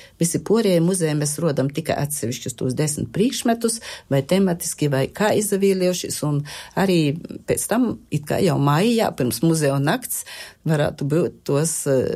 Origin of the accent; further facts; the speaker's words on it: Latgale, Latvia; first language Latgalian; Latgola ir mana dzimto puse. Latgaļies runāju savā moti stāva valūdā. Latgaļies arī atsagrīžos pēc studējām strodot.